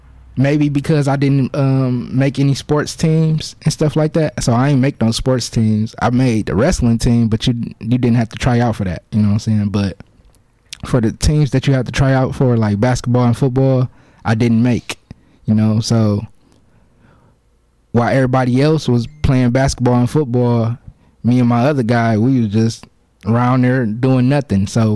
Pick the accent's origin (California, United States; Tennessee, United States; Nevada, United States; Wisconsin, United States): Wisconsin, United States; Milwaukee; I really say growing up in Milwaukee, it was just like, I say like any other kid in the urban Milwaukee area